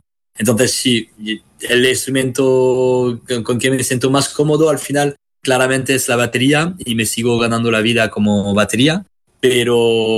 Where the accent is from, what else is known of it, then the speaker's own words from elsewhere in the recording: Basque Country, Spain; Bueno, pues como has dicho, yo vengo del País Vasco